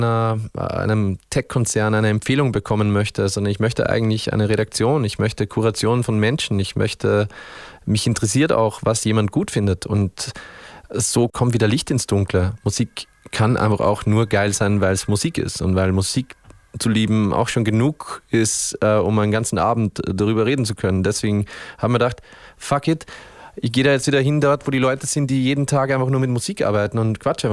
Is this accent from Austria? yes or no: yes; Upper Austria, Austria; now in Vienna, Austria